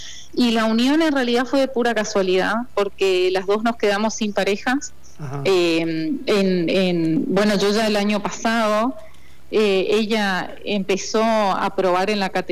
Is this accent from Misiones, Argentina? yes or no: yes; Oberá, Misiones, Argentina; Oriunda de Oberá, yo tengo 38 años.